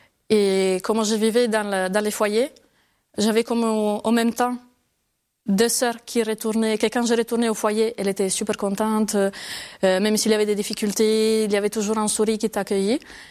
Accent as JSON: {"language": "French", "region": "Sardinia", "country": "Italy", "tie": "born there", "said": "Je suis née en Sardaigne. Mais à 18 ans, c'est le moment de choisir. Donc, je suis partie à Rome pour faire mes études à l'Université de Rome."}